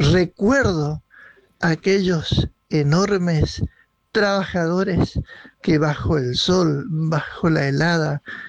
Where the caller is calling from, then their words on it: Santa Fe, Argentina; del Chaco Santafesino.